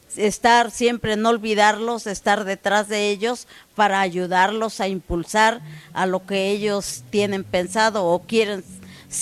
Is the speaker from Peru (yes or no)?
no; Acatlán de Osorio, Puebla, Mexico; Yo vengo de Acatlán de Osorio, 3 horas más para allá, en la zona marginada.